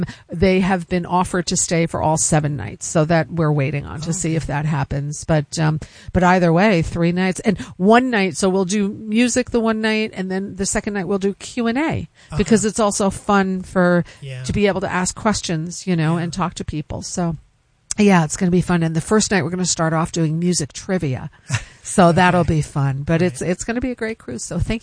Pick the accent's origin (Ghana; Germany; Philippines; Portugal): Germany; So I grew up in Germany.